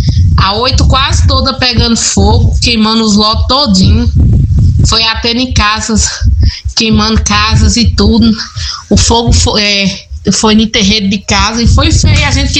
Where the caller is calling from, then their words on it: Bahia, Brazil; Nós somos aqui da Agrovila 8.